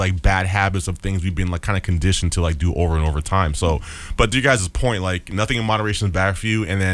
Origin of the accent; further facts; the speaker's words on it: United States; we had to like unlearn these cultural habits, just being American